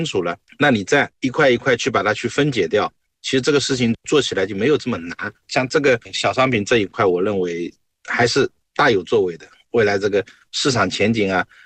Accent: China; 再加上我们中国人又这么勤劳这么努力

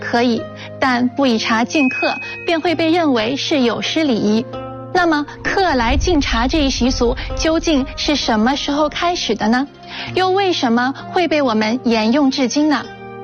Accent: China; 而我们中国人的日常却不能没有茶。

